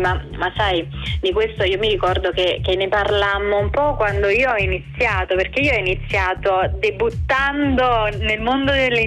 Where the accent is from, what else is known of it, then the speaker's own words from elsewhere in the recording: Naples, Campania, Italy; io sono napoletana